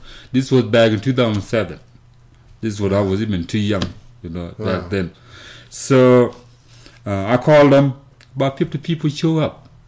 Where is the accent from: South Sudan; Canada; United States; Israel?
South Sudan; English is a second language; moved away; I'm kind of a former refugee. I'm originally from South Sudan, southeastern part of South Sudan. Mm-hmm. And I spent many years in UN refugees camp when I was younger, mm-hmm. and a teenager.